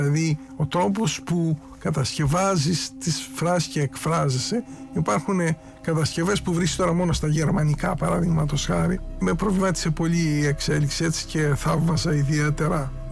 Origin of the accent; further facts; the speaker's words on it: Greece; σαν Έλληνας